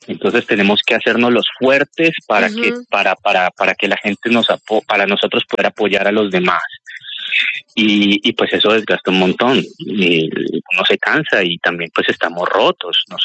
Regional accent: Cali, Valle del Cauca, Colombia; entender que como caleños y caleñas estamos pues juntos en esta situación

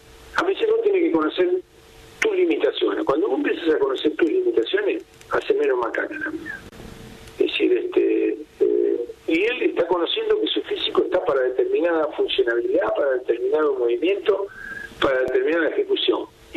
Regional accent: Argentina; El argentino es especial. Yo soy argentino también.

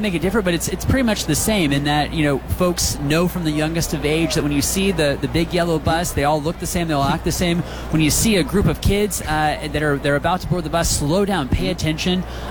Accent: Ohio, United States; I grew up in Ohio, so a Reds fan.

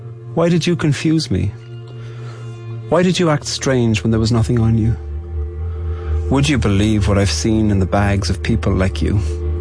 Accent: Ireland; I'm a poet from Ireland

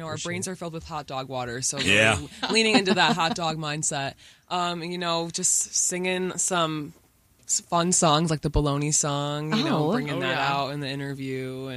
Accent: Des Plaines, Illinois, United States; from a Chicago suburb.

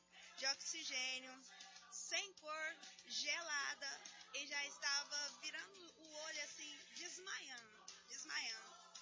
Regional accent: Cumari, Goiás, Brazil; Cumari, Goiás.

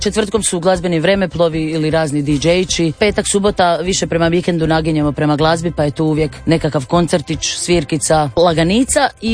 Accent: Slavonia, Croatia; now in Zagreb, Croatia

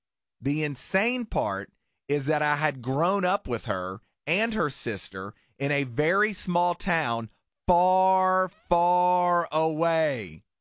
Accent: Nova Scotia, Canada; I was from Nova Scotia, which is on the opposite side of the country from Alberta.

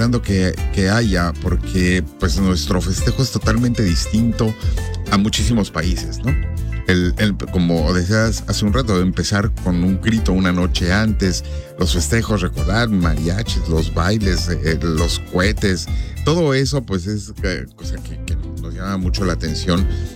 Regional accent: Mexico; now in Omaha, United States; lo que tenemos como mexicanos

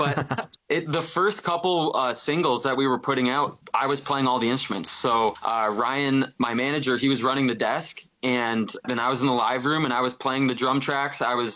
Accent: Fort Erie, Ontario, Canada

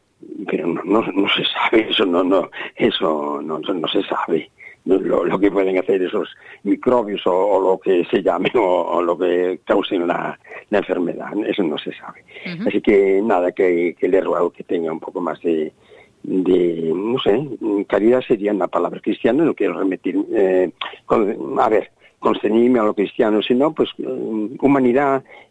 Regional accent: Ares, Galicia, Spain; La Virgen de Carmen me encanta porque mi pueblo era muy marinero de Ares y se celebraba mucho ya desde pequeñito el … tan bonito.

